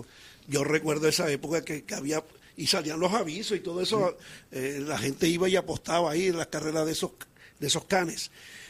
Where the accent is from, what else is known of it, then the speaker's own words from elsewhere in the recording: Barranquilla, Atlántico, Colombia; yo me acuerdo cuando niño, que aquí en Barranquilla, no sé en qué sitio, Pepe, hacían unas carreras de perros